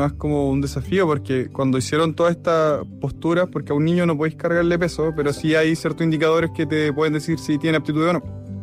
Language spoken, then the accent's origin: Spanish; Temuco, Araucanía, Chile; born or raised there